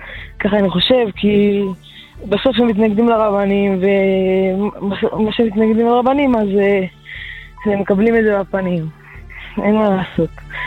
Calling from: Holon, Tel Aviv District, Israel

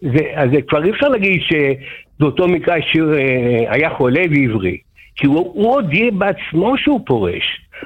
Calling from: Bnei Brak, Tel Aviv District, Israel

